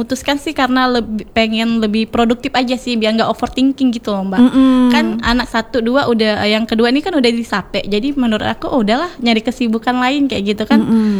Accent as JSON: {"language": "Indonesian", "town": "Palembang", "region": "South Sumatra", "country": "Indonesia", "tie": "born or raised there", "said": "aku besarnya lahirnya di Palembang"}